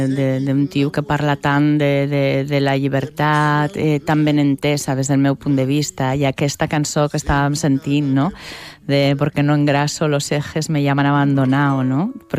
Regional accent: Zaragoza, Aragon, Spain; I la meva infantesa era a Saragossa, molt tranquil·la i amb molt bons amics, que molts conservo des de que érem superpetits.

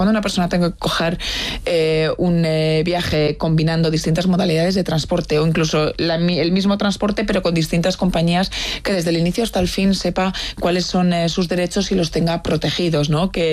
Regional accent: Bilbao, Basque Country, Spain; now in Brussels, Belgium; yo que soy de Bilbao

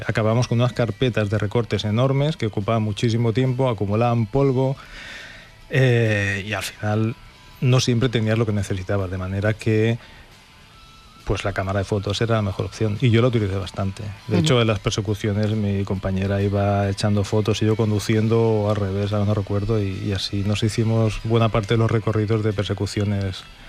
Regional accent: L'Hospitalet de Llobregat, Catalonia, Spain; Yo soy de Hospitalet, pero estábamos tocando Barcelona.

